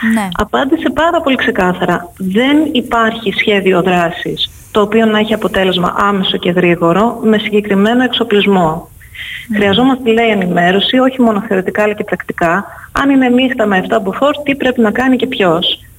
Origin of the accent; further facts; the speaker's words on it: Netherlands; Greek is a second language; Είμαι από την Ολλανδία.